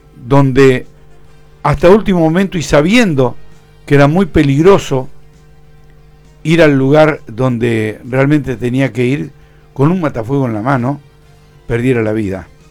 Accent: Ingeniero White, Buenos Aires Province, Argentina; now in Bahía Blanca, Argentina; Para quienes crecimos, para quienes nacimos y nos desarrollamos en Ingeniero Guay, no es una institución más.

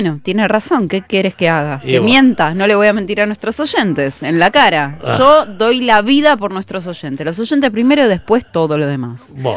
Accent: Castelar, Buenos Aires Province, Argentina; Yo también soy de Castelar.

